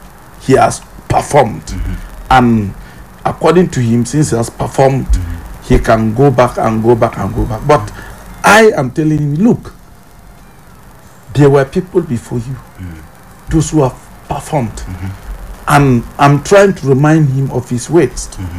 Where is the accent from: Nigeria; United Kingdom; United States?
Nigeria; Pankshin, Plateau; I am from Pangshin